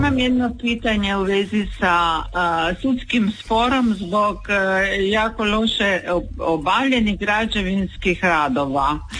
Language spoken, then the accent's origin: Croatian; Koper, Slovenia; Da, iz Kopra sam